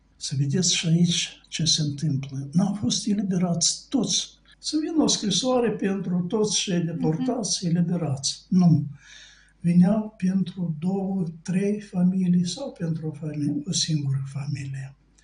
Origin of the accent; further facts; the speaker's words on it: Moldova; noi suntem moldoveni, basarabeni. Și în casă se vorbește limba noastră, nu se vorbește altă limbă.